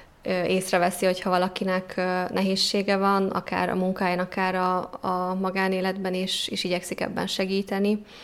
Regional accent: Hungary; born there; moved away as an adult; now in Budapest, Hungary; Nincs saját családom, de külön élek. A szüleim, ők ott vannak vidéken, úgyhogy én itt élek albérletben.

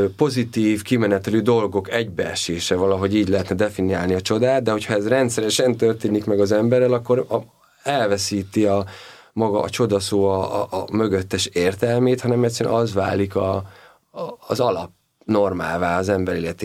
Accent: Hungary; én magyar vagyok

